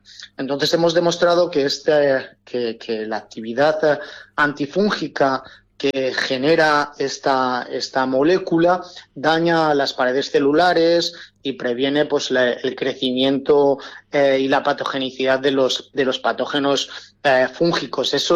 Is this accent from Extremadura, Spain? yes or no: no; Tinajas, Castilla-La Mancha, Spain; moved away; yo soy de la Alcarria Conquense.